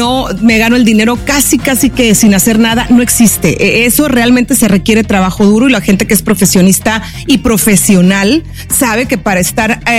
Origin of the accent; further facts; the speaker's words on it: Mexico; o sea, yo como mexicana tengo que decir eso.